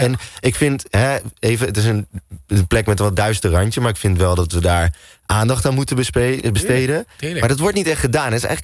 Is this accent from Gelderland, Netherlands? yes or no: yes; Apeldoorn, Gelderland, Netherlands; Het was eigenlijk gewoon dat ik kom uit Apeldoorn.